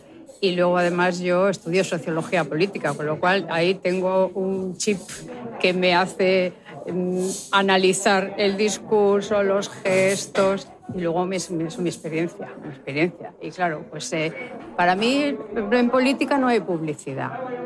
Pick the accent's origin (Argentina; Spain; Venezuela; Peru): Spain; Basque Country; moved away; Yo cuando me vine a vivir aquí, que por cierto, hablando del amor, yo me vine aquí por amor, yo soy vasca, por amor.